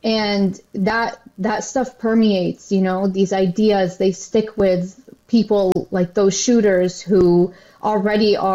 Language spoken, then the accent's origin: English; United States; I haven't personally felt safe for a long time. You know, I grew up in post 9/11 America. I was young at the time